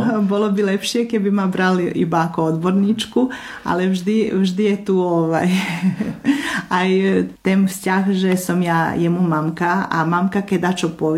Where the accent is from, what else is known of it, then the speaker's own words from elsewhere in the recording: Ilok, Vukovar-Srijem County, Croatia; also born or lived in Nitra, Slovakia; lebo predsa sme my tu už dlho rokov v Iloku. Ako máme pôvod zo Slovenska